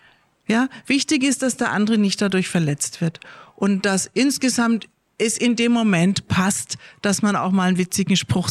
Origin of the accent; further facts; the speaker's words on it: Germany; first language de; Also ich spreche natürlich Deutsch, weil das ist meine Muttersprache. Das habe ich gelernt als Kind, meine ganze Familie, meine Eltern. Das sind alles Leute, die in Deutschland aufgewachsen sind und wir haben Deutsch gesprochen.